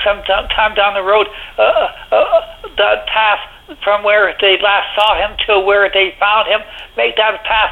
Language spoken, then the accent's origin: English; Calgary, Alberta, Canada; born there; Yeah, I was born in Calgary